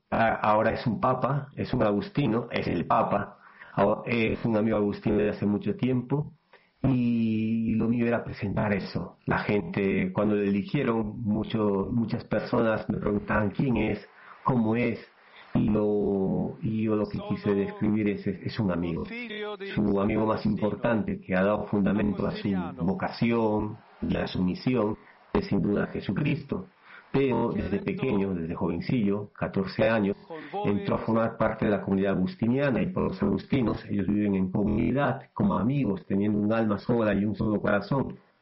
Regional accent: Iquitos, Loreto, Peru; moved away; Soy de Iquitos, Perú

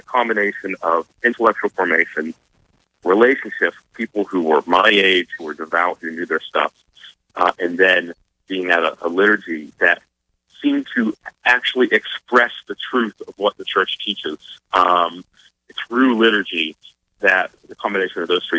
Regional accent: Pittsburgh, Pennsylvania, United States; moved away as an adult; have come back to my hometown of Pittsburgh

